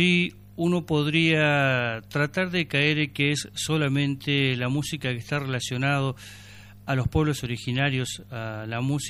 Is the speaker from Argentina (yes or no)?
yes; Patagonia, Argentina; nacido y criado aquí en la Patagonia